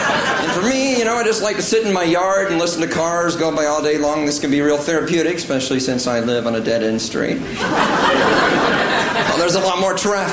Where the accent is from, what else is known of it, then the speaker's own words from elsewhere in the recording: Indiana, United States; Now, of course, I didn't just grow up in any place in Indiana. I grew up in Central Indiana.